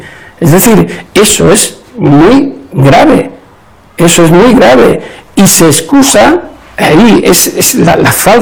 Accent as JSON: {"language": "Spanish", "country": "Spain", "said": "En mi país, en España"}